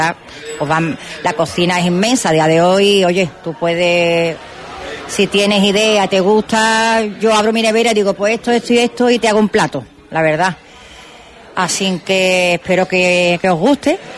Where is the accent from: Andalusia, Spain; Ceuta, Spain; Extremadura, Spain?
Ceuta, Spain; para que vea que somos ceutí, que lo llevamos en la sangre, que tenemos que luchar por nuestra tierra.